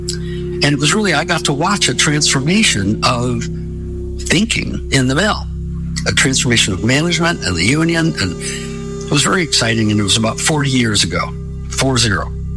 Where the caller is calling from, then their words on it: Port Townsend, Washington, United States; And I'm calling from Port Townsend, Washington.